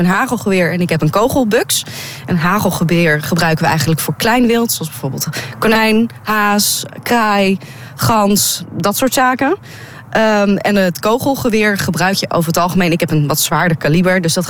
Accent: Gelderland, Netherlands; Ja, ik ben opgegroeid op de Veluwe, in de bossen daar, ook midden in de bossen.

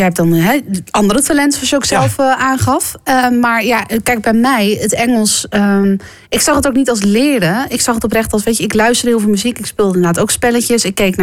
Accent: Netherlands

